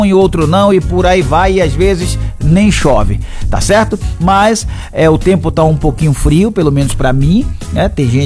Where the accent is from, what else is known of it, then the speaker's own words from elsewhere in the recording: Salvador, Bahia, Brazil; Ó, quando eu era pequeno lá em Paripe, chovia realmente de uma vez só nos quatro cantos da cidade.